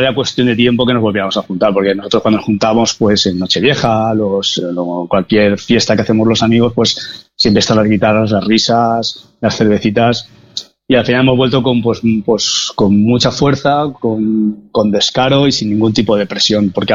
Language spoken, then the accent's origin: Spanish; Xàtiva, Valencian Community, Spain; somos de Jatío